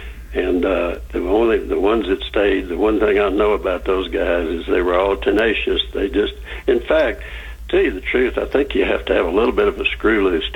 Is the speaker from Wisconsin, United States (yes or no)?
no; Texas, United States; I was raised out in West Texas.